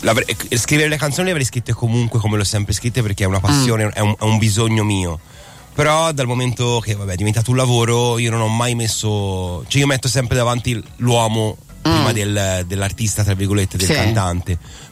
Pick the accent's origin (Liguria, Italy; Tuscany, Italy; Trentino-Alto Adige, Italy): Tuscany, Italy; Livorno; Sono di Livorno, abito davanti al mare